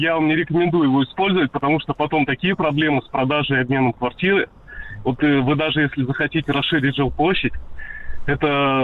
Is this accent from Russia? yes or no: yes; Urals, Russia; born there; now in Zvenigorod, Russia; Вот хотел сказать, что я родился в Советском Союзе. На Урале.